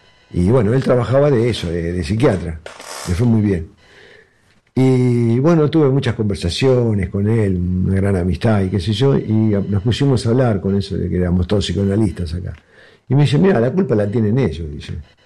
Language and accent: Spanish; Argentina; Porque yo soy muy argentino, ese es el problema. ¿Viste? Y para ellos, los argentinos no les va muy bien.